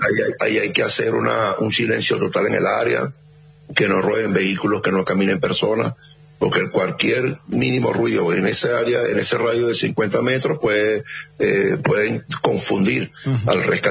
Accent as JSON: {"language": "Spanish", "country": "El Salvador", "said": "Yo vengo de El Salvador, pero como que vinieron fue a curiosear."}